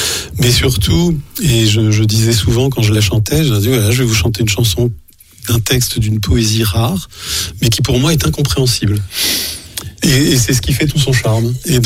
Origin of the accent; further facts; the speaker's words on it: Auvergne-Rhône-Alpes, France; now in Tarn / Lot, France; moi je suis originaire d'un petit coin des gorges de l'Allier, donc en Haute-Loire.